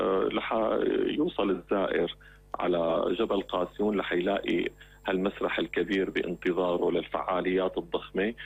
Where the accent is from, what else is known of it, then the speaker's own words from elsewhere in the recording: Syria; تليق فينا كسوريين، لأنه نحن السوريين كمان نستاهل